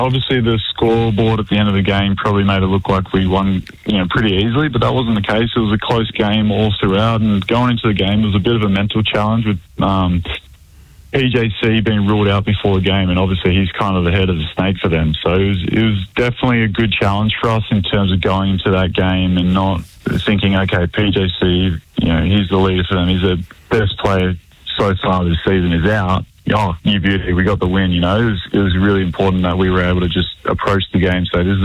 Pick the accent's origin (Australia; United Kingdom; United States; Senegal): Australia; Sydney, New South Wales; moved away as an adult; I'm from Sydney